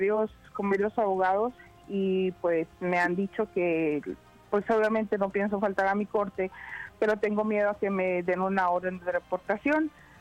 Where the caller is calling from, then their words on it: Tennessee, United States; Yo actualmente vivo en Tennessee.